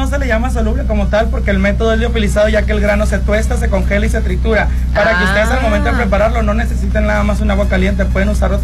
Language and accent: Spanish; Culiacán, Sinaloa, Mexico; me sale el acento, yo soy culichi, soy sinaloense completamente.